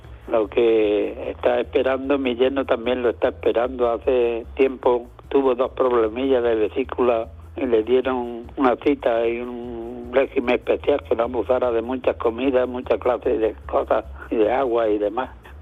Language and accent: Spanish; Almuñécar, Andalusia, Spain